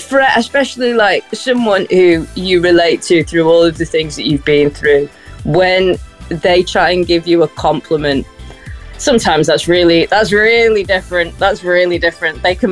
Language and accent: English; Liverpool, North West England, United Kingdom; accent: Scouse; also born or lived in Preston; now in Manchester, United Kingdom; Yeah. So I'm from Liverpool originally, but I live in Manchester now.